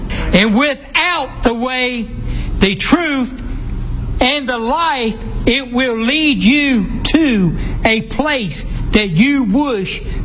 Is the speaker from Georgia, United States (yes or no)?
yes; Georgia, United States; I said, I'm from Georgia.